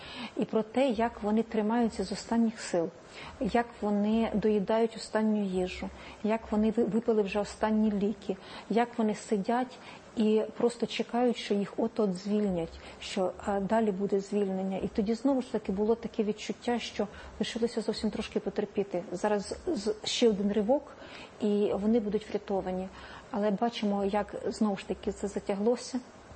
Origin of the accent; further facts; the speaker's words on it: Kyiv, Ukraine; Я киянка, так.